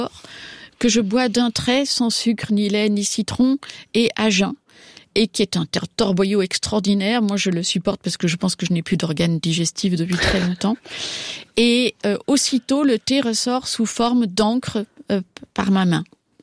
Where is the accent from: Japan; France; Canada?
Japan; also born or lived in Belgium; Je disais que je venais du Japon et je suscitais la perplexité dans le regard de mon vis-à-vis, mais j'étais persuadée d'avoir raison et je me sentais profondément japonaise.